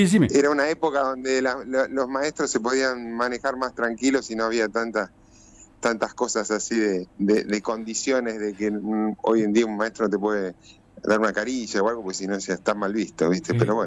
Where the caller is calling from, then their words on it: Buenos Aires, Argentina; De acá, de Capital, Capital Federal.